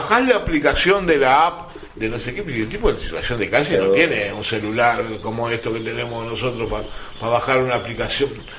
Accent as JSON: {"language": "Spanish", "country": "Uruguay", "said": "no es como algunos uruguayos creen que somos una cosa aparte en el mundo."}